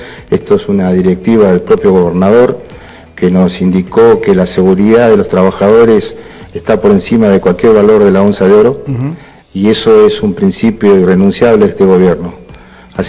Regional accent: Caleta Olivia, Santa Cruz, Argentina; yo soy de Caleta

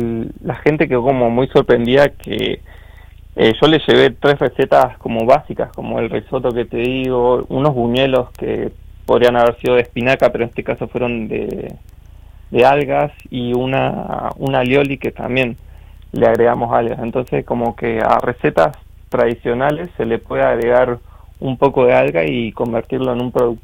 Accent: Puerto Deseado, Santa Cruz, Argentina; moved away as an adult; also born or lived in Neuquén / Córdoba; soy de Puerto Deseado. Tengo 31 años

